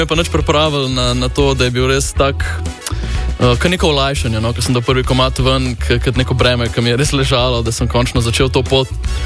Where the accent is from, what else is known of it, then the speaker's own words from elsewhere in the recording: Ljubljana, Central Slovenia, Slovenia; Bom začel tako, da sem Ljubljančan.